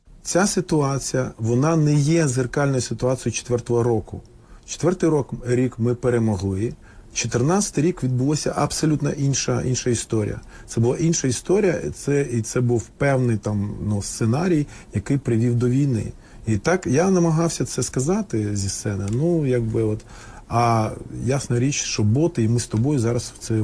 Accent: Russia; also born or lived in Tajikistan; now in Ukraine; Я виріс... я народився в Таджикистані, а виріс в Росії.

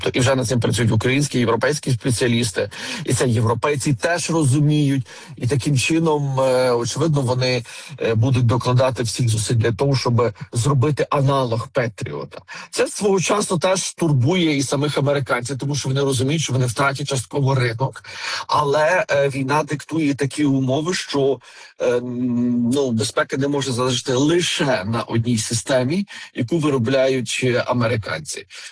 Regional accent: Poland; ми поляки

